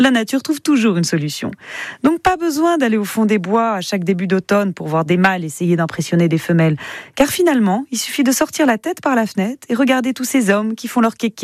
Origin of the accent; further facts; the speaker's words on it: Bordeaux, Nouvelle-Aquitaine, France; born there; Ouais, moi, personnellement, je suis bordelais de naissance.